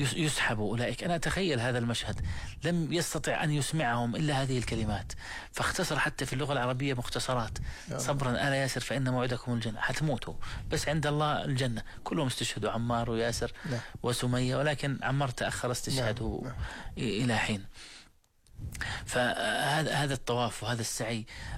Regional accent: Jordan; انا بس بنتمي لبلدي، انا من الاردن

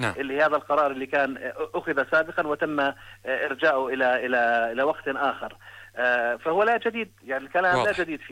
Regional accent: Jordan; هذا اللي احنا بنعرفه كاردنيين.

